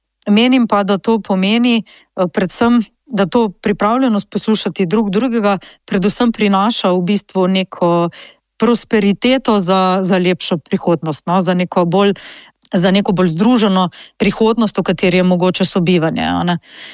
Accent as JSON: {"language": "Slovenian", "region": "Southeast Slovenia", "country": "Slovenia", "tie": "born or raised there", "said": "Odraščala sem na Kočevskem v hiši, ki sta jo moja stara starša kupila konec 50-ih let, potem ko sta se na Kočevsko preselila v iskanju boljšega življenja, in sicer iz Notranjske."}